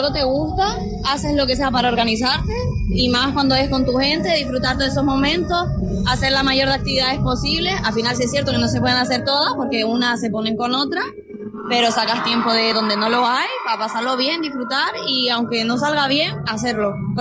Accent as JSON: {"language": "Spanish", "region": "Canary Islands", "country": "Spain", "said": "sobre todo nosotras que venimos de Canarias"}